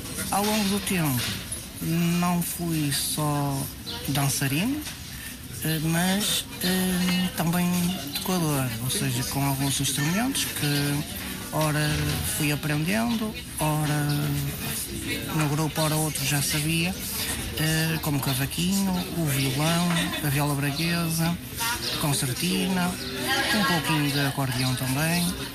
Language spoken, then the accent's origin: Portuguese; Portugal; temos orgulho em dizer que somos de Mafião e do Bustelo.